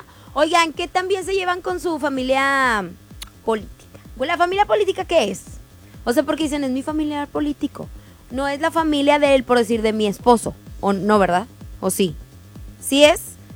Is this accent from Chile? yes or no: no; Mexico; porque somos familia, porque somos mexicanos.